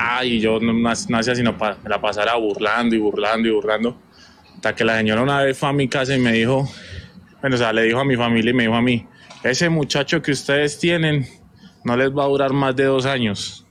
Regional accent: Llanos Orientales, Colombia; now in Bogotá, Colombia; Yo soy oriundo de los Llanos Orientales, pero en ese momento vivo en Bogotá.

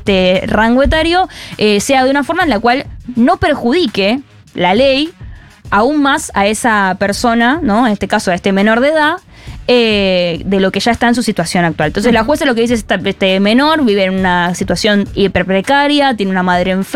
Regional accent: Argentina

